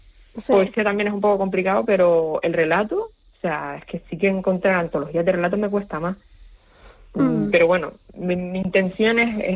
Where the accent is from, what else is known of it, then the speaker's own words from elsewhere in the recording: Canary Islands, Spain; como buena canaria, buena española